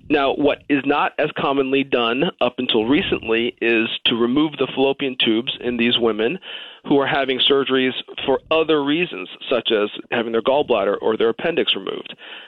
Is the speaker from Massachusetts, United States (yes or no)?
yes; Boston, Massachusetts, United States; born or raised there; moved away as an adult; now in Wilton, Connecticut, United States